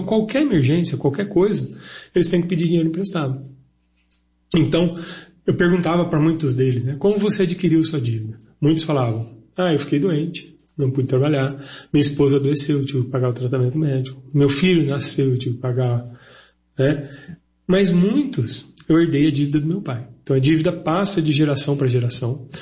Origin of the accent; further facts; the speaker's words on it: Brazil; Eu, como um bom brasileiro